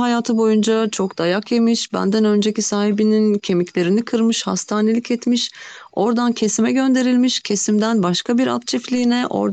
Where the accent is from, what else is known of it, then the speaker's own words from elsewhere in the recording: Kırklareli, Turkey; born there; 80, 1980 doğumluyum. Kırklareli doğumluyum.